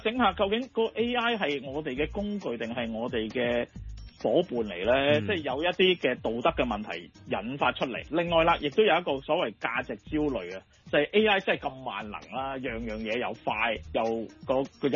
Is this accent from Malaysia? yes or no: no; Hong Kong; 我哋港人北上消费